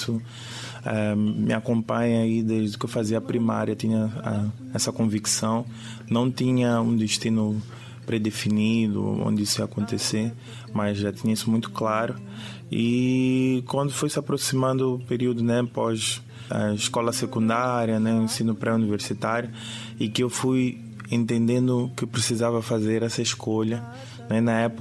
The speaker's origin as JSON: {"language": "Portuguese", "town": "Maputo", "region": "Maputo City", "country": "Mozambique", "tie": "born or raised there", "moved": "yes", "lives_now": "Brazil", "said": "Eu nasci em Maputo, em 96, no Hospital Central. Fui criado em Maputo, morei nos meus primeiros anos na Malanga, ao lado da Metodista, e depois mudei-me para morar em Maotas, CMC."}